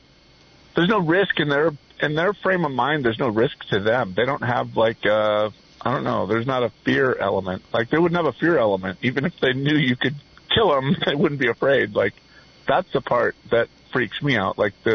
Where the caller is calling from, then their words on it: Aptos, California, United States; Oh, Flinks and Aptos.